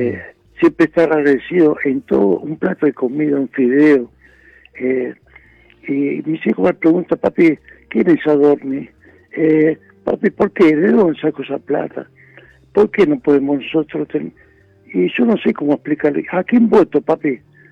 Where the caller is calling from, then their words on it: Berazategui, Buenos Aires Province, Argentina; Soy de Berazategui